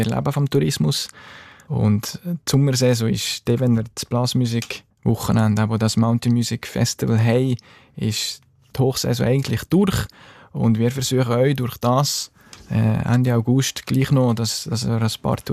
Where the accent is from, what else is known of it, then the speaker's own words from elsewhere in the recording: Grächen, Valais, Switzerland; Grächen ist und bleibt meine Heimat, wenn man in den Bergen, wo so ein kleiner, schöner Bergdorf aufgewachsen ist. Die Heimat, das verliert man nie.